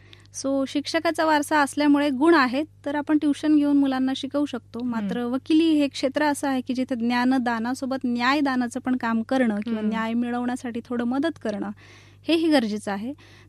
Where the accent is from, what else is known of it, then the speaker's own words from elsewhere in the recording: Chopda, Maharashtra, India; moved away as an adult; now in Yawal, India; मी मूळ खान्देश, जळगाव जिल्हा, यावल तालुक्यामध्ये. माझं सासर आणि चोपड्याचं माझं माहेर आहे.